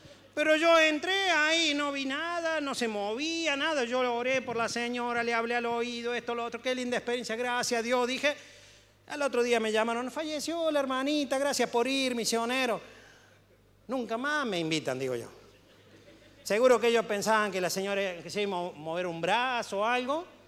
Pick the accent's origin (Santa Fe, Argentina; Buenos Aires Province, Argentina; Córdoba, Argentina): Córdoba, Argentina; como buen cordobés cara dura